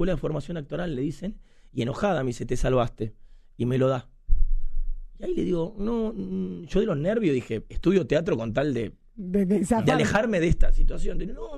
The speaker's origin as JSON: {"language": "Spanish", "country": "Argentina", "said": "Y aparte, yo soy muy argentino. Yo no estoy colombianizado como en Buenos Aires"}